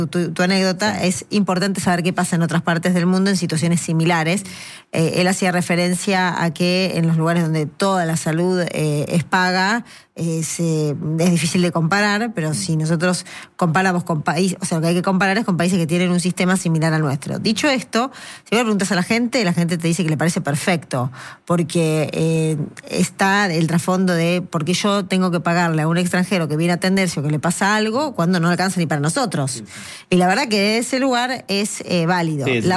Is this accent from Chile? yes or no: no; Argentina